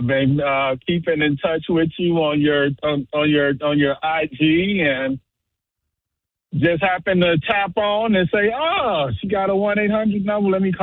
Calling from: Chicago, Illinois, United States; I'm watching from Chicago.

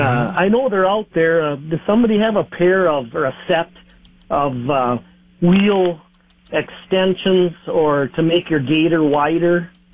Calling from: Cobden, Minnesota, United States; from Cobden.

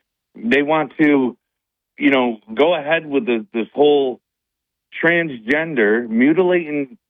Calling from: Endwell, New York, United States; from Endwell.

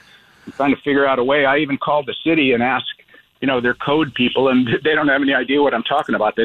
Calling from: Wentzville, Missouri, United States; I'm calling from Wentzville, Missouri.

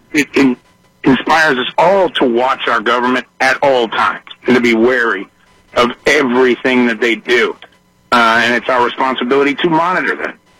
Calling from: Richmond, United States; Richmond.

